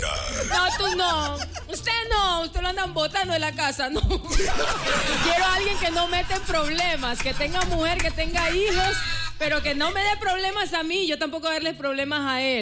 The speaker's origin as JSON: {"language": "Spanish", "town": "Guayaquil", "region": "Guayas", "country": "Ecuador", "tie": "born or raised there", "said": "Soy una guayaquileña de cepa. 3 de julio nació la number one."}